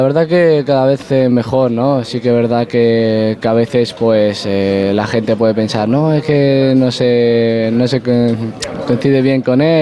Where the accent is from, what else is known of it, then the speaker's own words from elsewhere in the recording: Extremadura, Spain; he sentido muy, muy querido en Extremadura, la verdad. También cuando tengo la oportunidad de ir a mi pueblo, toda esa gente que te arropa.